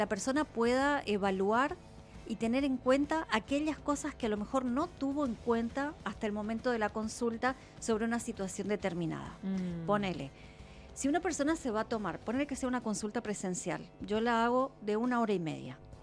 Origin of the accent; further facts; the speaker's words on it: Argentina; now in Paraguay; Nací en Argentina.